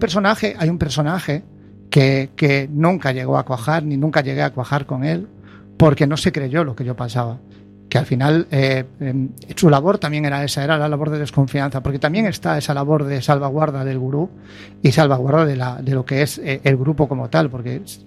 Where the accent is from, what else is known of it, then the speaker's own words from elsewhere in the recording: Baiona, Galicia, Spain; accent: Galician; moved away as an adult; soy de Bayona.